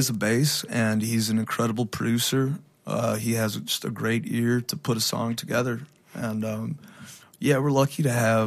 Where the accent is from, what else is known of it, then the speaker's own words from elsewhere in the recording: El Paso, Texas, United States; moved away; the amount of time that I spent growing up in El Paso.